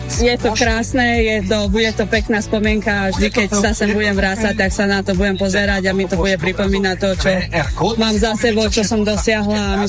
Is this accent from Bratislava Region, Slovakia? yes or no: no; Liptovský Mikuláš, Žilina Region, Slovakia; Ja som hrdá, že som z Liptovského Mikuláša. Stále to mám hlboko v srdci, je to môj domov.